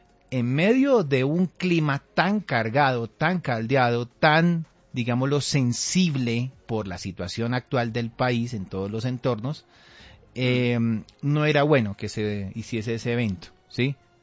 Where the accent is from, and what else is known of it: Colombia